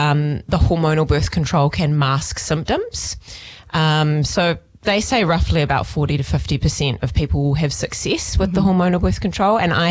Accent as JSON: {"language": "English", "region": "Auckland", "country": "New Zealand", "moved": "as an adult", "lives_now": "Taranaki, New Zealand", "said": "I am not Taranaki born and bred. I am actually from Auckland originally. And what brought me to Taranaki, or has kept bringing me back to Taranaki, I think is the thriving energy sector that we have here."}